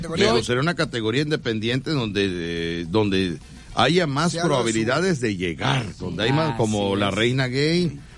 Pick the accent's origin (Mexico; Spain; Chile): Mexico; Boca del Río, Veracruz; Yo no soy de Veracruz, yo soy de Boca del Río, de la zona dorada.